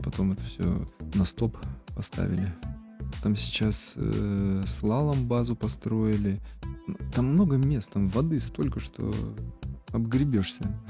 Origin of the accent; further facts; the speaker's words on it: Yekaterinburg, Sverdlovsk Oblast, Russia; moved away; ты смотришь на тот город, где ты родился, вырос, и я до сих пор... То есть, если кто-то из Екатеринбурга, я, о, земляк